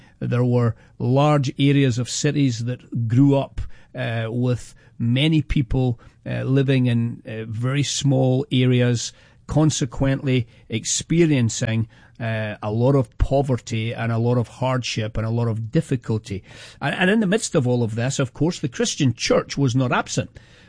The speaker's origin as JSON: {"language": "English", "town": "Glasgow", "region": "Scotland", "country": "United Kingdom", "tie": "born there", "said": "as a Scotsman, one of them was a Scotsman, born in the same city that I was born in the city of Glasgow."}